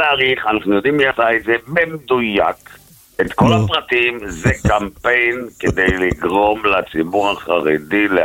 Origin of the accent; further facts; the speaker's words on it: Jerusalem, Jerusalem District, Israel; אני בן ירושלים